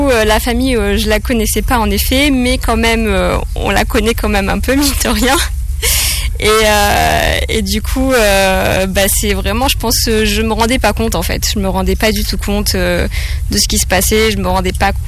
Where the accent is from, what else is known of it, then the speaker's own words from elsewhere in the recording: Montpellier, Occitanie, France; moved away as an adult; also born or lived in United States; Donc je suis de Montpellier à la base, mais c'est vrai que voilà, je me voyais pas rester à Montpellier. Et après donc mon diplôme, après mon bac, j'ai décidé de partir aux États-Unis.